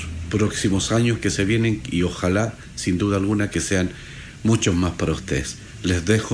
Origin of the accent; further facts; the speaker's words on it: Iquique, Tarapacá, Chile; now in Buin, Chile; Punta Arenas, que es el extremo de donde yo vengo, de Iquique